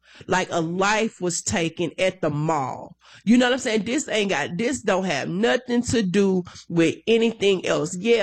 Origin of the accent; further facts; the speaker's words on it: Baton Rouge, Louisiana, United States; born there; moved away as an adult; I came back here from Baton Rouge. I went to high school in BR, did some college work, you know, all those type of things in BR.